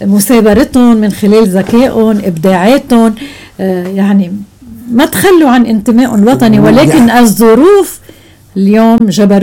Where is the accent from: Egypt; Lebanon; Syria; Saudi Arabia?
Lebanon; نتساءل كلبنانيين